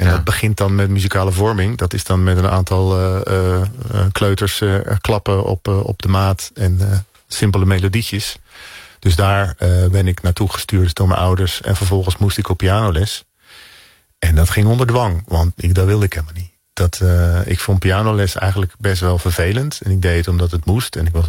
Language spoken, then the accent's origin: Dutch; Zeeland, Netherlands; En in mijn ouderlijk huis in Oosterburg, dat lag ligt nog steeds tussen Middelburg en Vlissingen, waar ik ben opgegroeid